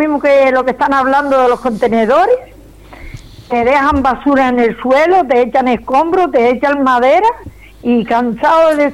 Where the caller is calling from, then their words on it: Canary Islands, Spain; de Tirajana.